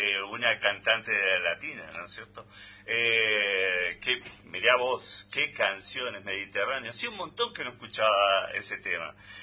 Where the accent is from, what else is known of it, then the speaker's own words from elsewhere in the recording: Argentina; todos los argentinos estamos deseando lo mismo